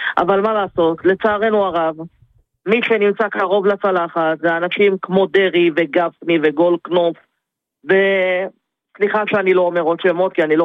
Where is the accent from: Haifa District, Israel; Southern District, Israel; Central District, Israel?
Central District, Israel; Ness Ziona; תראה, האמת ש … אני מנס ציונה.